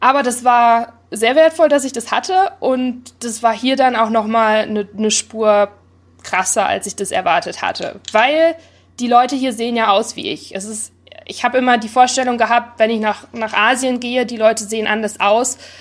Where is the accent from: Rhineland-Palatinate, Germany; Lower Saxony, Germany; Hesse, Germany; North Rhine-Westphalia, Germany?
North Rhine-Westphalia, Germany; Duisburg; moved away as an adult; also born or lived in Munich; now in Detroit area, United States; Ich bin in Duisburg aufgewachsen, in NRW.